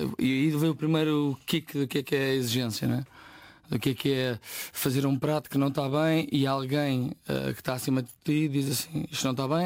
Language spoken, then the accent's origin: Portuguese; Lourinhã, Centro, Portugal; eu sou de Ribamar de Lourinhã, no Oeste, e a minha mãe é pasteleira e o meu pai é agricultor.